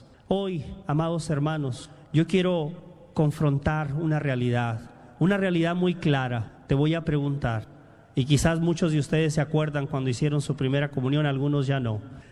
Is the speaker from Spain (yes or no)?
no; Mexico; moved away as an adult; Hace muchos años, yo también, como muchos de ustedes, como tantos miles que venimos de otros países, yo de México